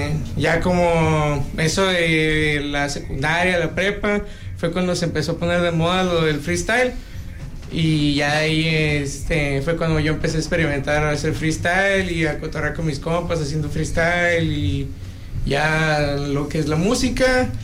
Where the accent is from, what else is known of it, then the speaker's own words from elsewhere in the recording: Puerto Vallarta, Jalisco, Mexico; yo nací aquí en Vallarta. Yo soy aquí, tengo 26 años.